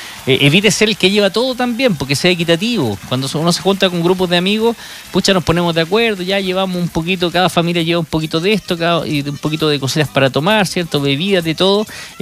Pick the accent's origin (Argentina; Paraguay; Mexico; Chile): Chile; cómo somos los chilenos